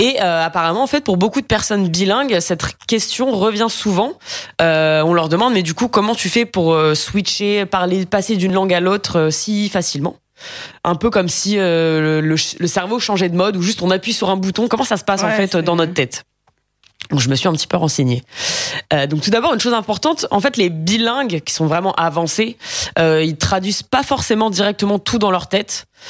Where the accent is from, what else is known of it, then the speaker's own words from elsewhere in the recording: France; first language French; Moi, je suis native française, évidemment. Je suis pas trop mauvaise en langue